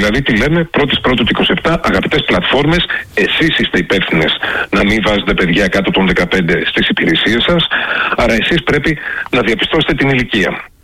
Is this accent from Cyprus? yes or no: no; Trikala, Thessaly, Greece; Ως τρικαλινός φοιτητής στην Αθήνα, το ξέρω πάρα πολύ καλά, γιατί έμενο κατέβαινα συνέχεια από τον παλιό δρόμο.